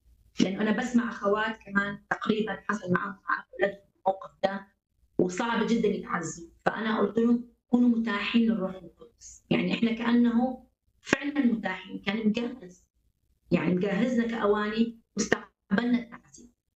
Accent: Iraq; now in Libya; لما استقرينا في البلد دخلنا فيه، وانا كعراقيه المفروض انا اصلي واتشفع لبلد، لكن صدقيني كنت دايما بدموع اصلي لليبيا.

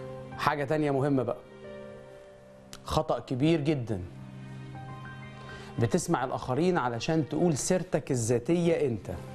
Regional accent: Alexandria, Alexandria Governorate, Egypt; وأنت عارف أنا لما رحت اسكندرية أساسا لأن أنا أصلا من اسكندرية.

